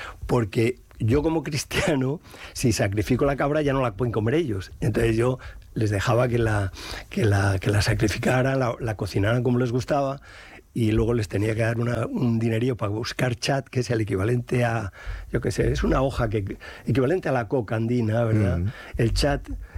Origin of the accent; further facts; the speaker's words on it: Madrid, Community of Madrid, Spain; now in Salamanca, Spain; yo soy madrileño y ahora estoy adoptado en Salamanca por la catedral, pero vengo aquí feliz.